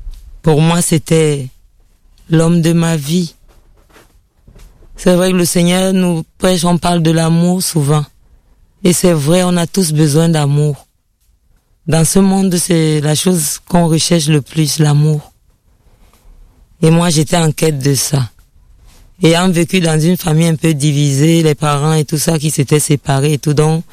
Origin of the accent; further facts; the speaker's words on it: Cameroon; born there; Je suis née en Afrique, au Cameroun.